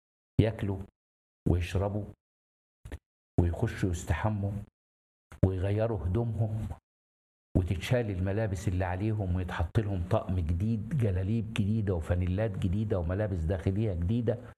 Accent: Tanta, Gharbia, Egypt; احنا من طنطا

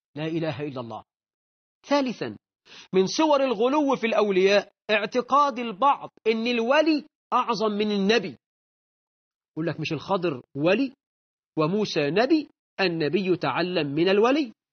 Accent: Egypt; موجودة عندنا في مصر في منطقة اللسان في دمياط

